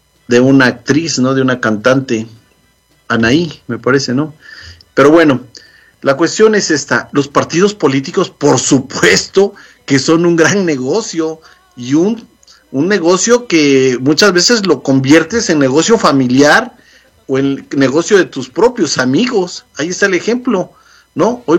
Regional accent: Mexico; moved away; nosotros como mexicanos que ya radicamos en esta gran nación

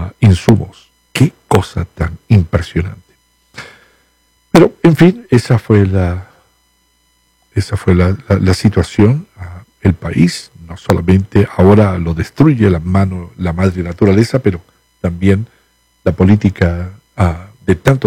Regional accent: Venezuela; moved away; en el interior, ¿no?, del país, allá en mi ciudad

